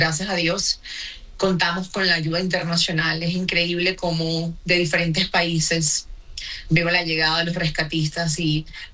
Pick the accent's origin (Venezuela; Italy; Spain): Venezuela; now in Mexico; mi gente, mi pueblo, mi país está destruido.